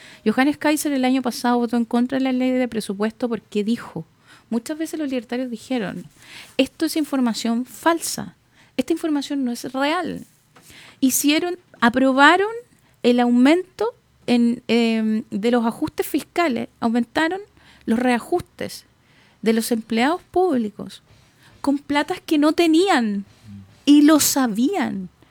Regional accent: Los Lagos, Chile; de mi tierra querida, la región de Los Lagos.

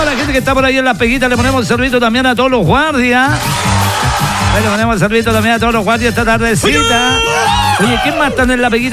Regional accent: Curicó, Maule, Chile; moved away; also born or lived in Sagrada Familia, Chile; yo soy curicano, ¿no?

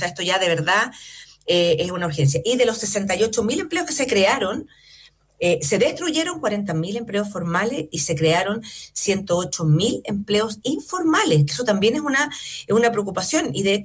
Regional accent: Chile

